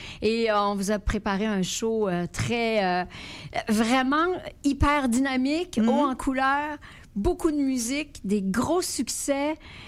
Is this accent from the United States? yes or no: no; Quebec City, Quebec, Canada; Montréal au mois d'août, à Québec en septembre. Ça va me faire tellement plaisir de retourner dans ma ville natale faire oui. Un spectacle, t'imagines?